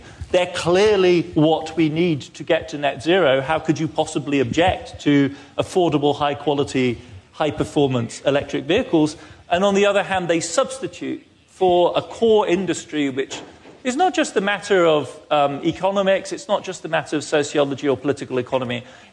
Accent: Germany; And this is a familiar problem to Europeans. I grew up in Germany.

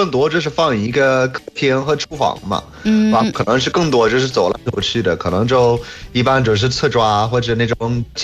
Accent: United Kingdom; Chinese is a second language; moved away as an adult; now in China; 我从小在英国

